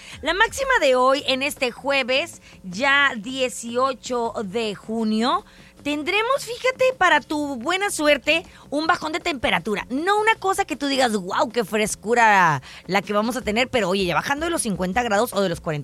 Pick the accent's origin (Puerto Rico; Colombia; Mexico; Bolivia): Mexico; siempre todo el año somos mexicanos, la neta.